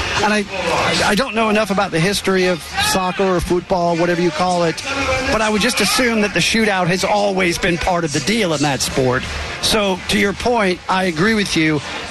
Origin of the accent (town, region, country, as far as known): United States